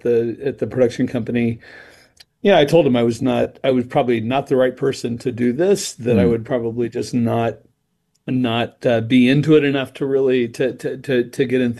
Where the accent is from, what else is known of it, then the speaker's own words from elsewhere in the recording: Wichita, Kansas, United States; And I grew up in Wichita, and lots of readers in the 1970s when I was in school, mainly girls, fair or unfair, liked the books.